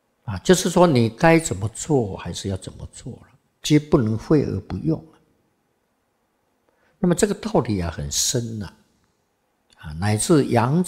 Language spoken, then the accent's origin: Chinese; Xizhi, northern Taiwan, Taiwan; born there; 因为我是在北部出生的嘛。啊，我在戏子出生的嘛